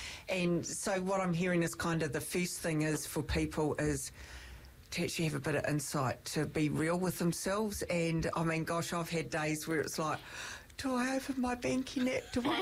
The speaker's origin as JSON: {"language": "English", "country": "New Zealand", "said": "I'm from Lovin"}